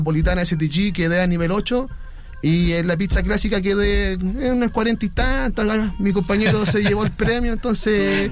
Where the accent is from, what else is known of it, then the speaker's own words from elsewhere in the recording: Puente Alto, Santiago Metropolitan Region, Chile; Soy de Puente Alto.